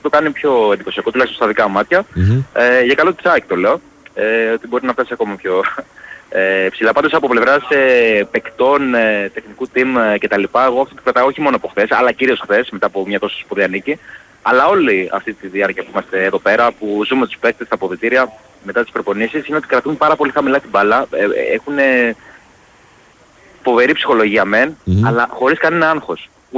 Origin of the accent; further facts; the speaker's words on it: Greece; επειδή είμαστε Έλληνες και είμαστε εδώ πέρα που είμαστε.